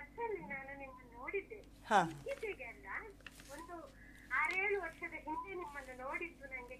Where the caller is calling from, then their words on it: Karkala, Karnataka, India; ನಾನು ನಿಮ್ಮ ಕಾರ್ಕಳದವಳೆ